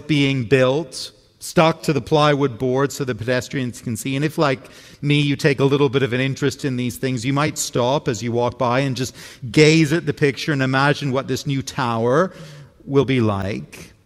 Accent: Toronto, Ontario, Canada; When I was a kid growing up in Toronto, I used to enjoy going downtown on a Saturday morning with one or two of my friends

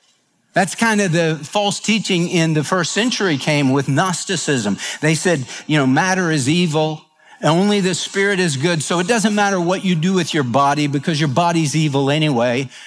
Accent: Houston, Texas, United States

